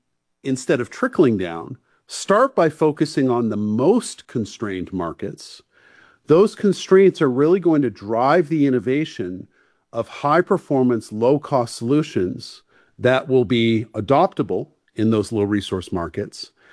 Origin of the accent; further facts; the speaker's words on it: New England, United States; I'm from New England.